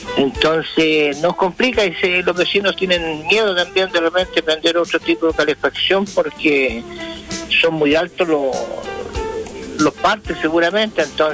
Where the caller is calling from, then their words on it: Los Lagos, Chile; yo vivo en calle Hazaña Indígena, 2230, Colbe Alto.